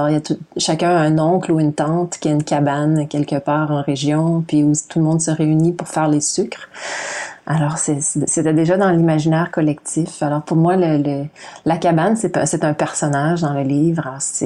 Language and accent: French; Quebec, Canada; accent: Québécois French; notre langue dont on avait honte autrefois moi je le porte fièrement le français québécois là, même si j'ai un accent un peu bizarre peut-être pour certains qui nous écoutent là.